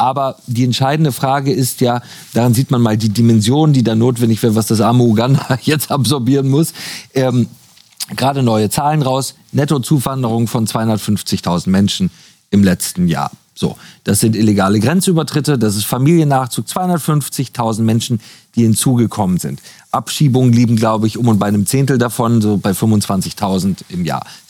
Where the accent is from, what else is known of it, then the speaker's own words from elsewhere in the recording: Germany; wir als Deutsche